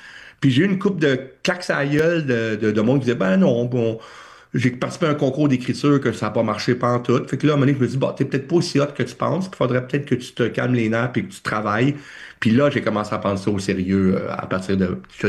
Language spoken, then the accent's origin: French; Drummondville, Quebec, Canada; born or raised there